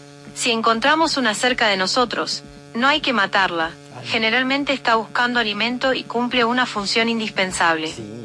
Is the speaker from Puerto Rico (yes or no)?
no; Argentina; now in Mexico; la argentina más mexicana.